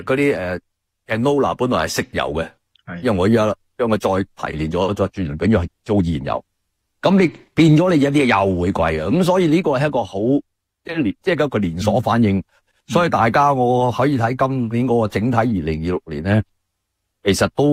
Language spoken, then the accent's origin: Cantonese; Canada